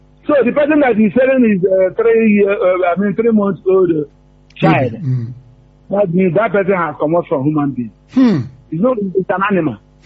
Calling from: Elebu, Nigeria; I'm calling from Elebu.

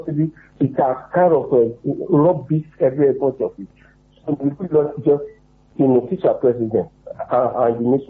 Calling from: Ibadan, Oyo, Nigeria; I'm calling from Awotan.

